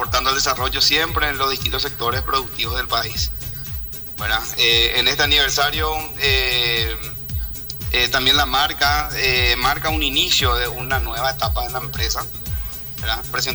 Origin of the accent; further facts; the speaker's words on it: Paraguay; Somos más paraguayos que la mandioca, como se dice, pero bueno, procedencia suizo-alemán.